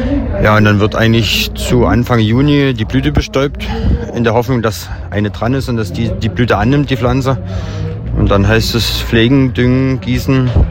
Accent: Brandenburg, Germany; Ich komme aus Krustimich, das ist in Südbrandenburg an der Grenze zu Sachsen.

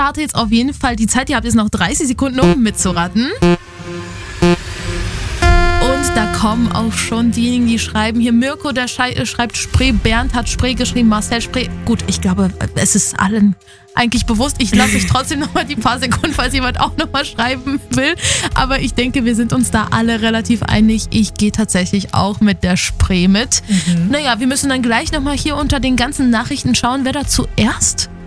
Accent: Poland; moved away; ich komme ja aus Polen

